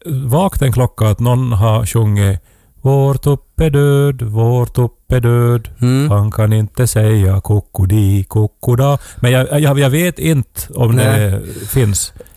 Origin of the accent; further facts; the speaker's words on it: Finland; för att jag är finlandssvensk.